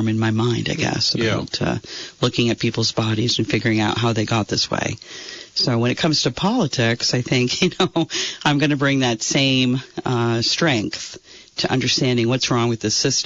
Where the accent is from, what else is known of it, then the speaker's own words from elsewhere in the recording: Fairfax, Virginia, United States; also born or lived in Massachusetts; growing up in Fairfax was a wonderful experience for me because, my father packed us up in the VW bus. He lived in Massachusetts. I was actually born in Massachusetts, so I was 3 years old when we came here.